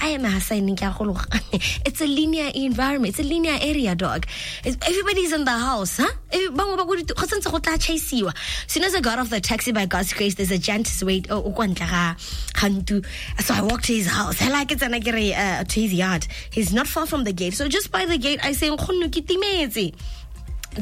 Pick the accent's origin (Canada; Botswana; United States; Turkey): Botswana; I'm from Khaburoni. I'm with Yarn FM for the trade fair.